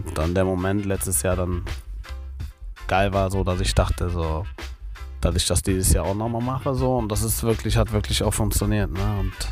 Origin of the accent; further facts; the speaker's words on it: Cologne, North Rhine-Westphalia, Germany; Das Summer Jam ist in Köln. Köln ist meine Heimatstadt.